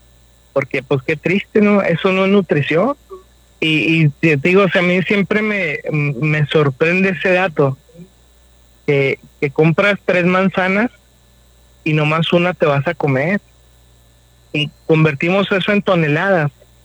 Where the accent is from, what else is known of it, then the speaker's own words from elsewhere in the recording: Mexico; Nosotros como mexicanos, pues a quién no le gustan los taquitos, las fritangas.